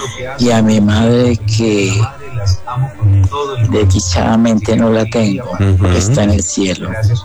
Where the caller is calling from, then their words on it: Armenia, Quindío, Colombia; Reportando sintonía de acá, de la ciudad de Armenia.